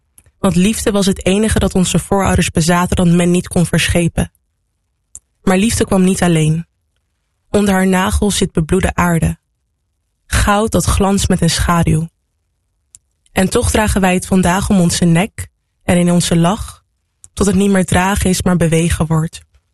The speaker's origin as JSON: {"language": "Dutch", "country": "Netherlands", "tie": "born or raised there", "said": "Ik ben hier geboren in Nederland, geboren en getogen aan Genees. Maar beide mijn ouders komen uit Suriname."}